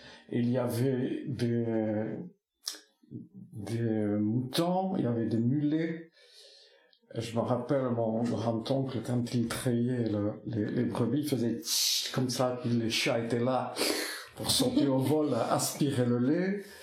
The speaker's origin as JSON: {"language": "French", "region": "Basque Country", "country": "France", "tie": "born or raised there", "first_language": "Basque", "second_language": "French", "said": "j'ai grandi dans la culture basque. C'est-à-dire que ma première langue a été l'euskara, comme on dit, qui est une, ma langue maternelle, celle de mes enfants aussi, qui ont grandi dans cette langue."}